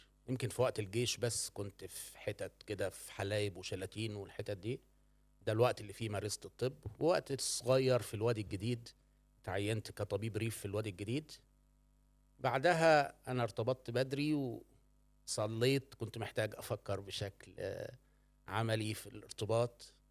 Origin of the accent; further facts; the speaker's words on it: Sohag, Sohag Governorate, Egypt; انا من مواليد سوهاج 7/9/72. فوجئت ان انا كملت 53 سنة وماشي في 54.